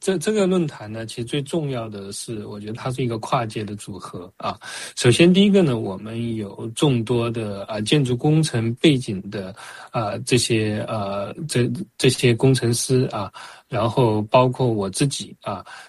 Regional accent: China; 我们中国人

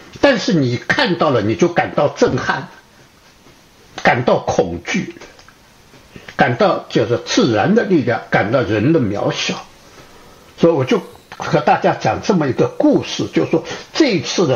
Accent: China; 我们中国人

